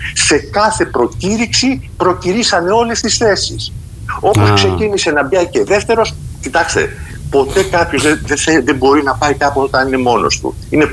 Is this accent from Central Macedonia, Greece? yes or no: no; Zakynthos, Ionian Islands, Greece; moved away as an adult; εδώ πέρα μεγάλωσα, εδώ είναι η ζωή μου, το αγαπάω το νησί μου